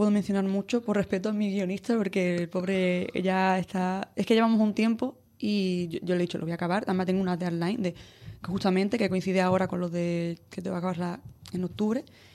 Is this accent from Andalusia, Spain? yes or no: yes; Cádiz, Andalusia, Spain; moved away as an adult; also born or lived in Barcelona; yo tomé la decisión de volverme porque, lo mismo que Alicia y Javier, necesito estar en mi tierra y necesito tener la oportunidad de echar un poco raíces aquí, que yo me he llevado muchos años fuera.